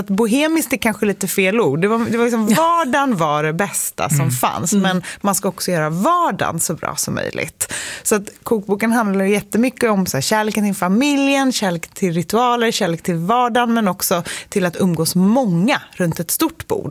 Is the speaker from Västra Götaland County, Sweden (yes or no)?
no; Gladekvarn, Stockholm County, Sweden; första kapitlet i boken är vi ju på mammas landställe, där vi växte upp i Gladekvarn.